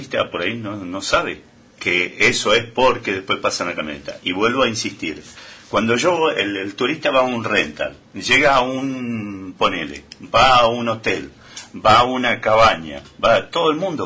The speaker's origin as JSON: {"language": "Spanish", "town": "Malargüe", "region": "Mendoza", "country": "Argentina", "said": "que somos de Malargüe"}